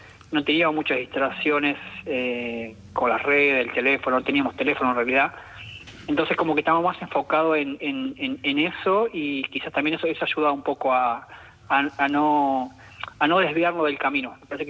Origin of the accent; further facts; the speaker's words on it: Entre Ríos, Argentina; Clara el 20 de julio, 9 de julio Villaguay, que está cerca de mi pueblo.